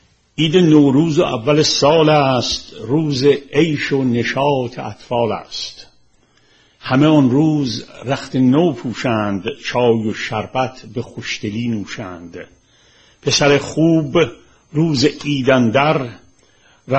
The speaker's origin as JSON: {"language": "Persian", "town": "Tehran", "region": "Tehran Province", "country": "Iran", "tie": "born or raised there", "said": "ما مال تهرون قدیمیم و همون 4 محله تهرون متولد اودلاجانم ولی در خیابون اسمال بزاز رشد کردم و بزرگ شدم"}